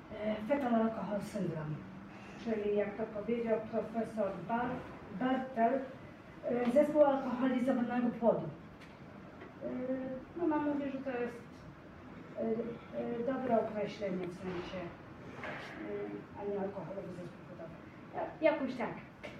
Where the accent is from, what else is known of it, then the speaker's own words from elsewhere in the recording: Łódź, Łódź Voivodeship, Poland; No i tata pojechał do Łodzi, bo jestem z Łodzi.